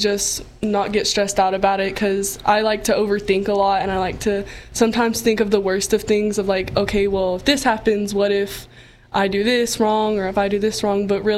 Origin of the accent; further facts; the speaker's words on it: Amarillo, Texas, United States; I'm from Amarillo, Texas.